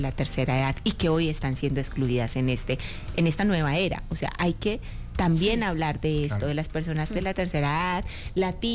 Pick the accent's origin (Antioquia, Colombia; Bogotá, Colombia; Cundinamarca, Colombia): Cundinamarca, Colombia; Yacopí; moved away; also born or lived in Puerto Asís, Putumayo; Y crecí en Yacopí, Cundinamarca, soy víctima de desplazamiento forzoso.